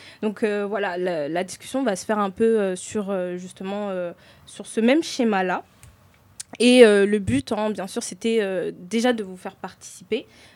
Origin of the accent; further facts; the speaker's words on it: France; born there; je fais partie de la deuxième génération. Je suis née en France et ma mère fait partie de la deuxième génération